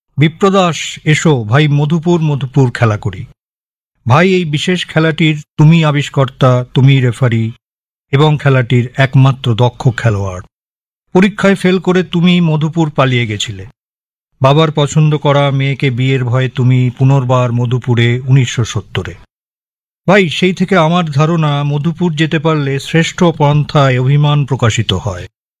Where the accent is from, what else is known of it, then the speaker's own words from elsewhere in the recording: Kolkata, West Bengal, India; আমার প্রিয় বন্ধু প্রবুদ্ধ মিত্র, যে বাগবাজারেই থাকে, আমার বাড়ি বাগবাজারে